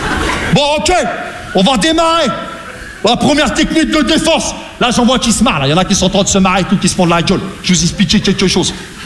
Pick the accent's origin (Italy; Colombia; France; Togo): France; Rouen, Normandy; moi je viens de Rouen, tu vois, la Normandie, les Vikings, on est tous un peu des...